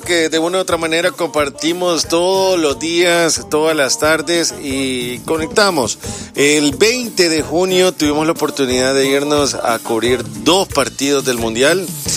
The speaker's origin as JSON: {"language": "Spanish", "country": "El Salvador", "said": "como salvadoreño uno se tiene que rebuscar."}